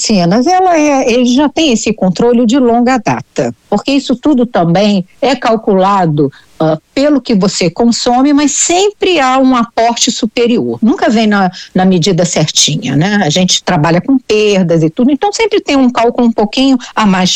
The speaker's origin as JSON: {"language": "Portuguese", "region": "Rio de Janeiro", "country": "Brazil", "said": "Eu sou do estado do Rio de Janeiro e trabalho no Rio de Janeiro."}